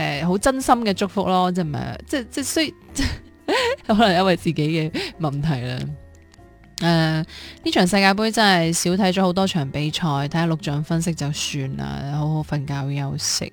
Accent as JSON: {"language": "Cantonese", "country": "China", "said": "我觉得就会比较对我哋中国人比较友好啲囉"}